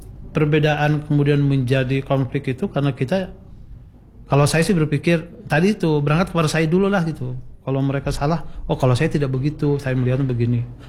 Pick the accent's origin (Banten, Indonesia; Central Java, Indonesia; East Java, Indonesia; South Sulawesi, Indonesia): Banten, Indonesia; saya sebagai orang Banten, yang besar di Banten, bisa membedakan dah. Saya pernah kuliah di kota besar di Bandung, di Jakarta.